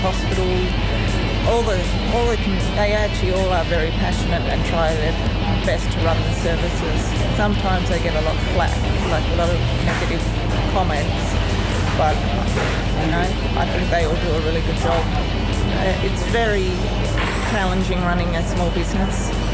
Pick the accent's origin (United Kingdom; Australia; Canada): Australia; Western Australia; born there; I was born in Northcliffe or Pemberton area in West Australia, which is really farming country and Karri Jarratry country.